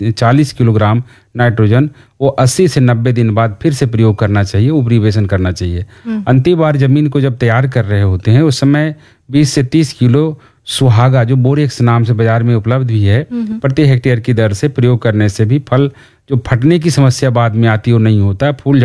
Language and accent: Hindi; Bihar, India; हमारे यहाँ बिहार में